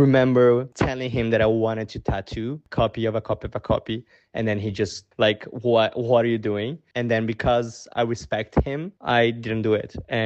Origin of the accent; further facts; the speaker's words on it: São Paulo, Brazil; And at that time, I was being someone born and raised in Sao Paulo.